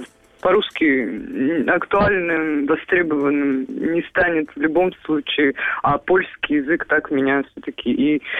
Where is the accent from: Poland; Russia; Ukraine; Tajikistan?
Poland; Russian is a second language; also born or lived in Kraków; now in Chrzanów, Poland; jako Polak to mówi, bo nie wszystkie słowa dobrze znam.